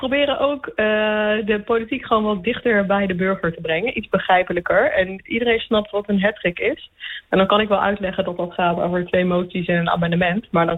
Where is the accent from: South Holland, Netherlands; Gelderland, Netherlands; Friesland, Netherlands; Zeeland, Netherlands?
Gelderland, Netherlands; Westervoort; Heb ik hier ook mijn vrienden wonen en kom ik zelf echt uit Westervoort.